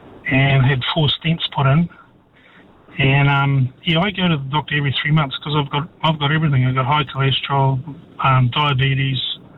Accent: Northland, New Zealand; And I grew up in Northland, and so I went to school with a lot of Maori.

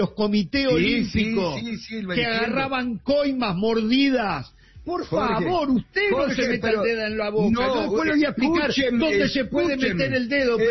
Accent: Uruguay; yo voy a hablar de mi pueblo, el uruguayo.

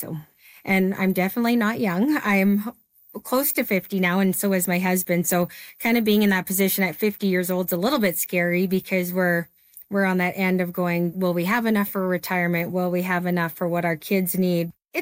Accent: Lethbridge, Alberta, Canada; I am from Lethbridge, Alberta.

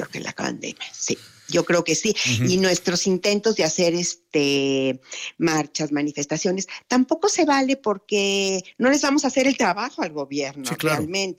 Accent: Mexico; Y me siento como mexicana tan impotente.

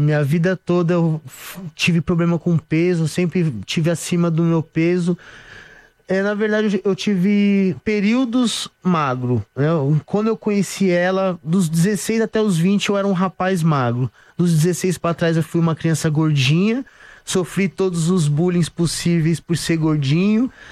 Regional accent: São Paulo, Brazil; Somos São Miguel Paulista.

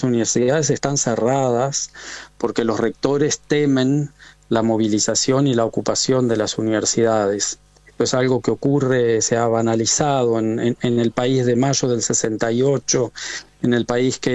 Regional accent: Argentina; also born or lived in Montevideo, Uruguay; now in France; Bueno, nací en Montevideo como usted, y entonces, pero me crié en Argentina y trabajé mucho en Argentina como usted. Ahora vivo en Francia hace muchísimos años.

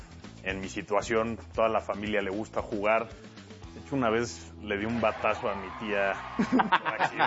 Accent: Mexico City, Mexico; Pues los Diablos. Soy de la Ciudad de México.

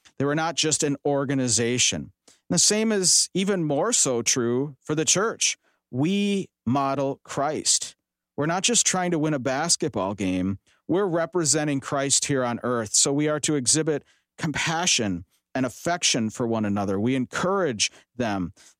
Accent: West Allis, Wisconsin, United States; I grew up in West Allis. I went to West Allis Central High School.

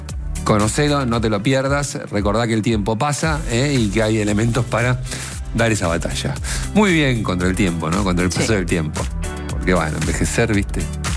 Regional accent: Argentina; Soy un ciudadano argentino.

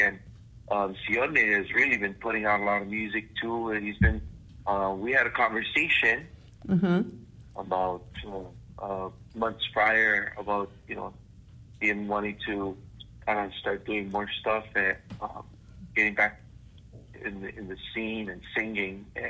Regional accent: Maui, Hawaii, United States; born and raised in Maui, Hawaii, and I currently live in Lahaina. Both my parents are from the east side in Hana, Maui

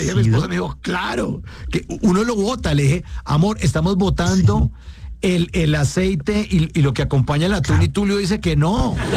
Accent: Bogotá, Colombia; now in Medellín, Colombia; yo soy bogotano y estoy viviendo en Medellín

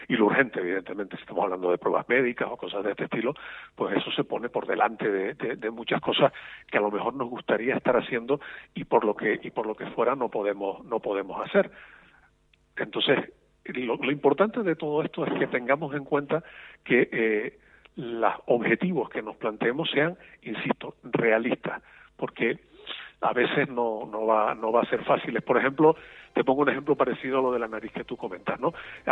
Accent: Canary Islands, Spain; confirmar que soy residente canario

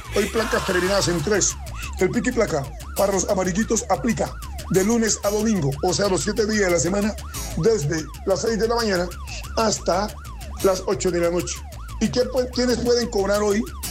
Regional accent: Colombia; now in Ibagué, Colombia; mi bello país Colombia, mi patria querida, el saludo desde Ibagué, desde el departamento del Tolima

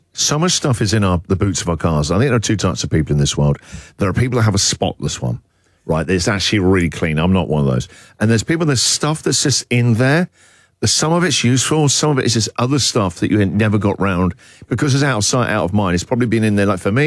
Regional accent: England, United Kingdom; Just because I'm English doesn't mean I know about antiques.

